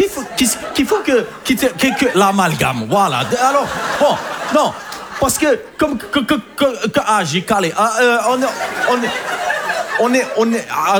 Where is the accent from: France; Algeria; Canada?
Algeria; Je suis algérien. Je pense pas qu'il y en ait ce soir d'ailleurs, les Algériens.